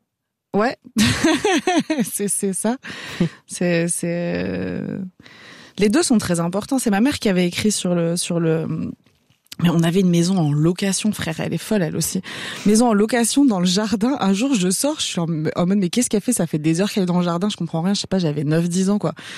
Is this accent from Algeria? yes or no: yes; Algeria; born there; je suis née en Algérie pendant la guerre civile